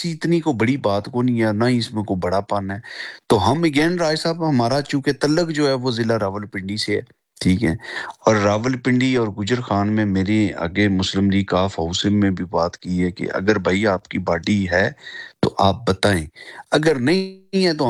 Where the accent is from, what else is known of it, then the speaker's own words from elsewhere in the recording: Rawalpindi, Punjab, Pakistan; میرا تعلق رائے صاحب پنڈی کا ہے